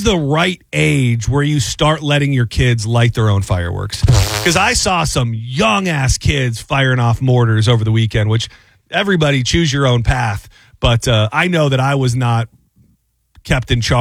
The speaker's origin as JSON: {"language": "English", "region": "Michigan", "country": "United States", "tie": "born or raised there", "said": "That's what's so crazy about growing up in Michigan is, like, the idea of having, and maybe things have changed over the years"}